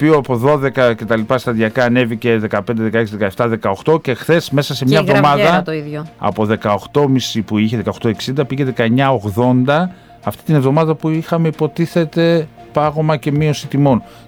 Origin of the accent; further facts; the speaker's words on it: Thessaloniki, Central Macedonia, Greece; εγώ είμαι Θεσσαλονικιός, έτσι, και είμαι Ηρακλειδέας.